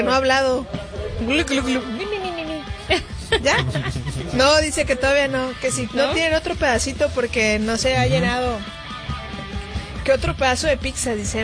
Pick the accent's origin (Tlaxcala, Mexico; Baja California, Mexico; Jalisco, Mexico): Jalisco, Mexico; Guadalajara; Yo sí lo chopeé. Soy de Guadalajara